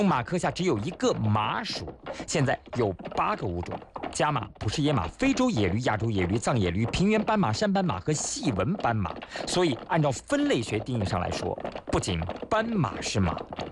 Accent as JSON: {"language": "Chinese", "town": "Changzhi", "region": "Shanxi", "country": "China", "tie": "born or raised there", "moved": "yes", "said": "我的老家长治，"}